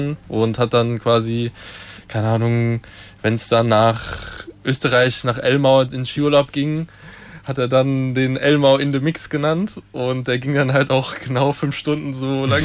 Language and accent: German; Gelnhausen, Hesse, Germany; ich komme aus der Nähe von Hanau aus Gelnhausen.